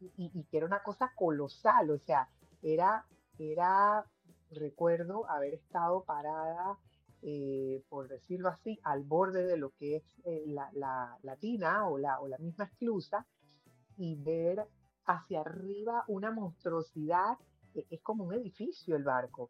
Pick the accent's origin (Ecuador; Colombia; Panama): Panama; yo, como panameña